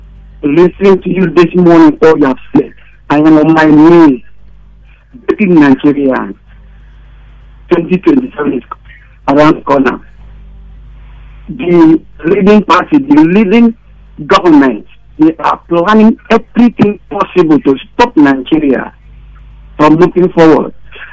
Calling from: Ireland; I'm calling you from Ireland.

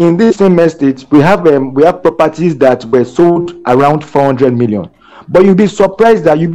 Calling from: Lagos, Nigeria; I'm calling from Ogba.

